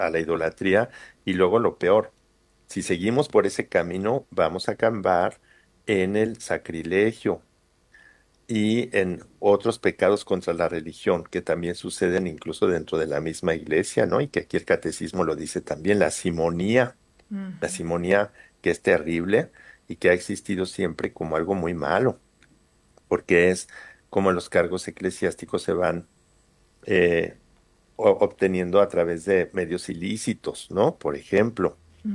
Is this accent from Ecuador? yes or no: no; Mexico; incluso en mi país, en México